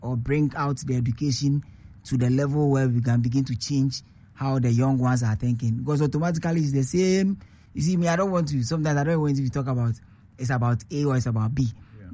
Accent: Ghana; the view that we are Ghanaian first and Ghana must be okay

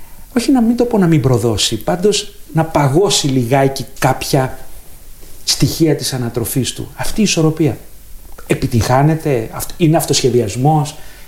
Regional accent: Greece; Νομίζετε ότι ως Έλληνες γονείς μιλάμε πολύ?

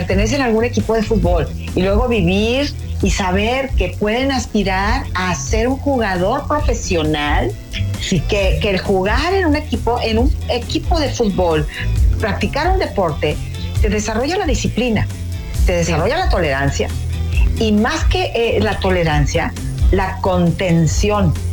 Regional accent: Mexico; a nosotros como mexicanos

